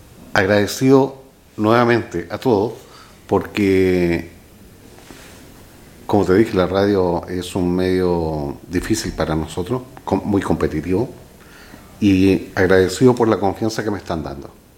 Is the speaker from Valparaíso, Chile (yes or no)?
yes; Limache, Valparaíso, Chile; moved away; also born or lived in Quillota; Nací en Limache. Digo, hay una contradicción súper grande. Ya. Nací en Quillota, me pasaron en Limache.